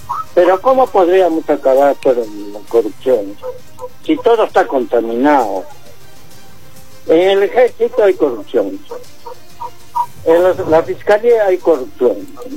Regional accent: Peru; Para mí que como ciudadano peruano, les deseamos un Chumayo

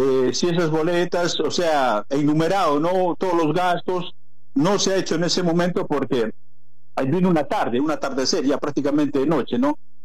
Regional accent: Islay Province, Arequipa, Peru; mi provincia de Islay, de mi pueblo, la provincia de Islay.

